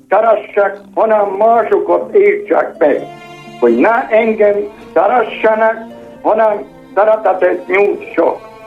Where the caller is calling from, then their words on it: Kápolnás, Hungary; kápolnásról.